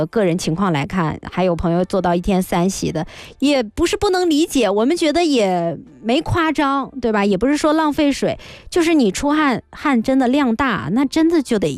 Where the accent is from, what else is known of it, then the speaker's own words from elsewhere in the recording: Heilongjiang, China; now in Guangdong, China; 如果说把我分到了一个和我老家黑龙江的朋友